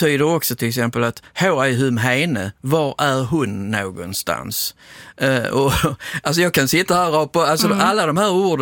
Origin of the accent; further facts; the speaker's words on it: Hagestad, Skåne, Sweden; när jag växte upp i Hagesta, eller Hagesta säger man